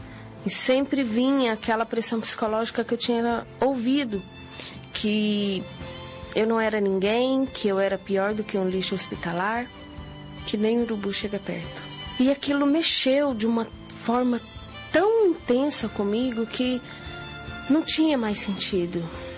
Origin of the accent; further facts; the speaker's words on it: Campos Altos, Minas Gerais, Brazil; Eu vim de Minas Gerais, sou de Campos Altos.